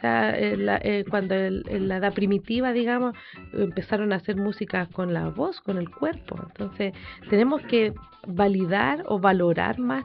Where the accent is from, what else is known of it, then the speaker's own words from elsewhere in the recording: Vicuña, Coquimbo, Chile; Bueno, tenemos de La Serena y de Coquimbo, ¿ya? Y yo que soy de Vicuñita.